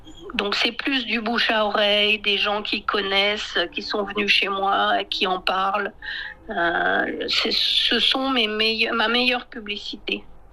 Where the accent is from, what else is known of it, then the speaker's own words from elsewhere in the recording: France; Donc moi, ce que je suis, c'est j'ai beaucoup voyagé au Yunnan, mais je suis française